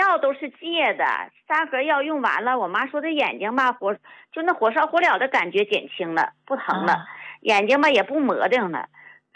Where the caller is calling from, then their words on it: Heilongjiang, China; 我是黑龙江的。